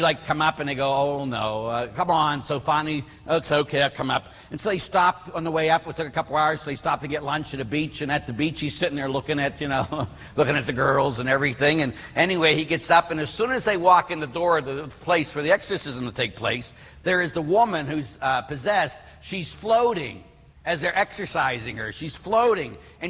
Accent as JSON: {"language": "English", "town": "Pittsburgh", "region": "Pennsylvania", "country": "United States", "said": "When we were kids, I'll never forget, we came to Waldemere. And at Waldemere, because we're from Pittsburgh, we came up there."}